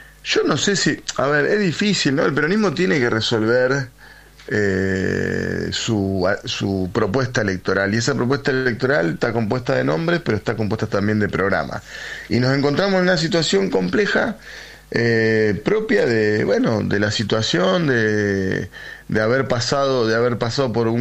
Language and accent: Spanish; Argentina; fui como judío, que formo parte de esa comunidad, como uh-huh. peronista, como argentino